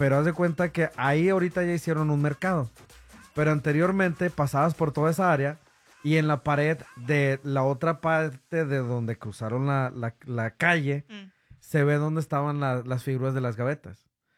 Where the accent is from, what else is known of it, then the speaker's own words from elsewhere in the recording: León, Guanajuato, Mexico; moved away; Allá en mi tierra, en mi barrio, que es en León, Guanajuato, en mi barrio de San Nicolás. Bueno, no, mi barrio de San Nicolás no. Mi barrio es San Juan de Dios